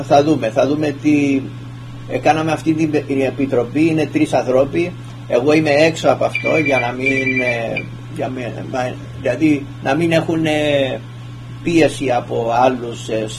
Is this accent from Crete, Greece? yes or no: no; Chios, North Aegean, Greece; moved away